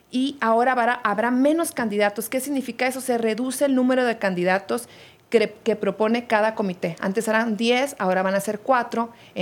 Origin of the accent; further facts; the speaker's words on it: Hermosillo, Sonora, Mexico; de donde soy yo, de Hermosillo